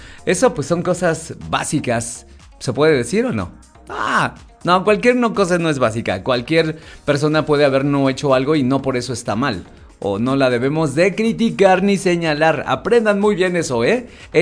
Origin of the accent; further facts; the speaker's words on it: Mexico City, Mexico; now in Cuernavaca, Mexico; los chilangos, yo conocí el rollo antes de vivir en Cuernavaca. Y pues como buen chilango